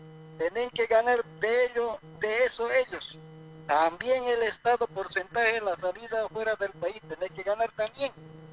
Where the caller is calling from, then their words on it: Bolivia; somos todos bolivianos, ciudadanos